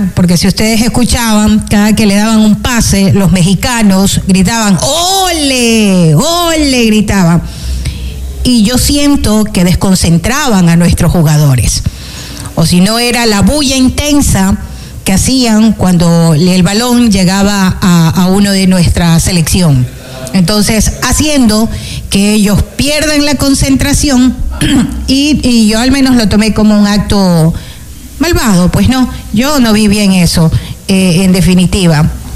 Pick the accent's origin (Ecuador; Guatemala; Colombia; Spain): Ecuador; nosotros como ecuatorianos creo que siempre hemos mostrado que somos personas de bien